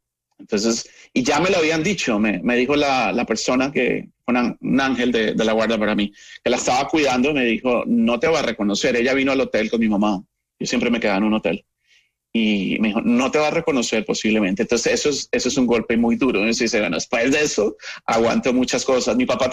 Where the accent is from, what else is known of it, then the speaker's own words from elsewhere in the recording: Colombia; moved away; Recuerdo que cuando salí de Colombia hace muchos años